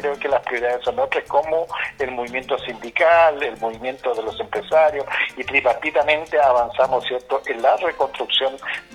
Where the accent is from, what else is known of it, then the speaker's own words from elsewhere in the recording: Huasco Province, Atacama, Chile; la parte sur de la tercera región, que somos nosotros, provincia de Huasco